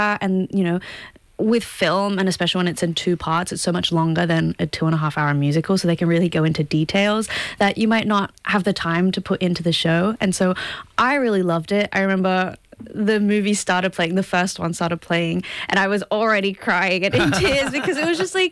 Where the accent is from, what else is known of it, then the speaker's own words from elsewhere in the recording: Gold Coast, Queensland, Australia; also born or lived in Strasbourg; now in Sydney, Australia; I grew up on the Gold Coast, and when we were coming back to Australia, I was like, well, if you want to really do this, maybe it'd be better to move to Sydney